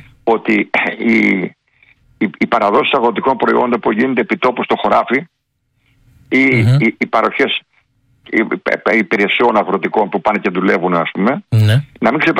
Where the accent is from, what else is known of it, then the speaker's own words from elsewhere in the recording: Platanias, Crete, Greece; από τον Πλατανιά, το χωριό μου, έτσι, καταγωγή από τον Πλατανιά.